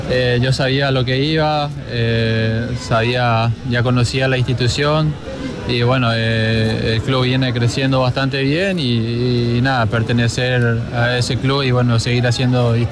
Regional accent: Paraguay; moved away; la verdad que muy contento por volver a mi país.

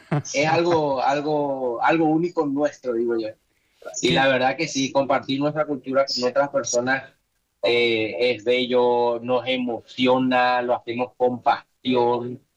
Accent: Paraguay; now in New York, United States; un orgullo para nosotros como paraguayos representar.

